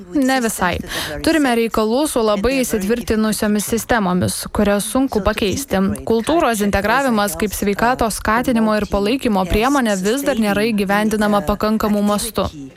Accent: Austria; aš esu iš Austrijos

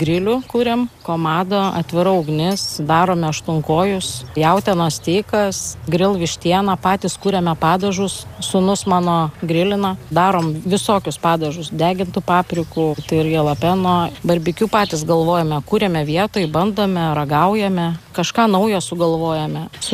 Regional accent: Kaunas, Kaunas County, Lithuania

